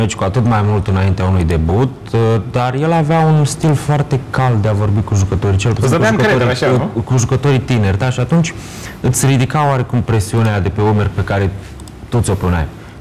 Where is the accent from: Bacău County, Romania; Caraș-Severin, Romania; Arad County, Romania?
Bacău County, Romania; Bacău; eram de acolo, eram din Bacău, eram din acel club.